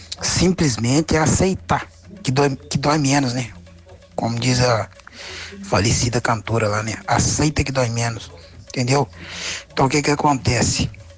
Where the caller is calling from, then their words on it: Brazil; do bairro São Joaquim.